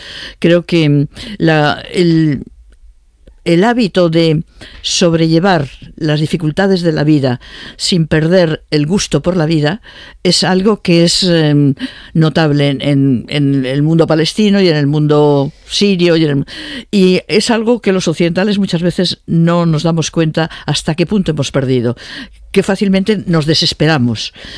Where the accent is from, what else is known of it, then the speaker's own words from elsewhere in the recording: Spain; somos españoles.